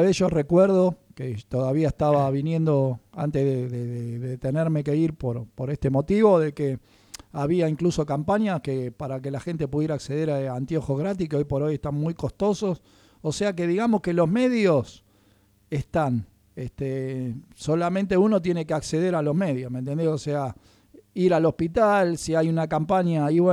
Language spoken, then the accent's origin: Spanish; Uruguay; now in Buenos Aires, Argentina; nosotros cuando éramos chicos en Uruguay, que tenemos dicho para todo